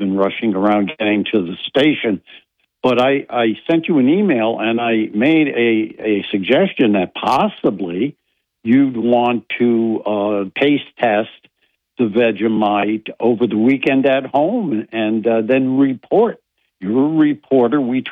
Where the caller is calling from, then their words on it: Binghamton, New York, United States; I'm calling from Binghamton, New York.